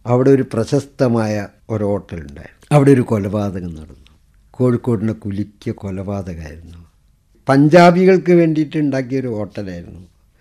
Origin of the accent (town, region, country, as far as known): Kozhikode, Kerala, India; born there